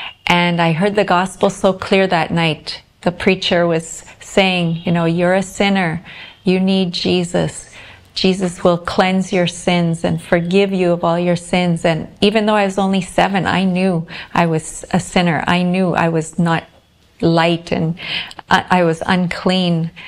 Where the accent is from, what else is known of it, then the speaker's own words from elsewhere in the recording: Whitemouth, Manitoba, Canada; moved away as an adult; now in Visakhapatnam, India; a nice Indian name. I'm from White Mouse, Manitoba, Canada. Small town there, and I'm living now in Vishakhapatnam, India.